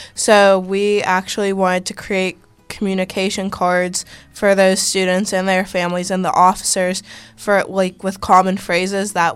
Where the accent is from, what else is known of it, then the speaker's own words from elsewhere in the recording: Pittsburgh, Pennsylvania, United States; also born or lived in Monroeville, Pennsylvania; I'm from Morningside, Pittsburgh, and I go to Pittsburgh Brashear. I'm a junior.